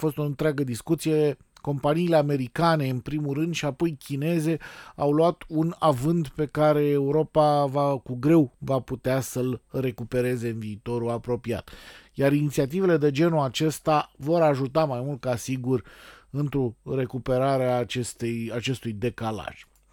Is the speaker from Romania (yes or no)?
yes; Romania; nu neapărat noi ca români, dar noi în general în Europa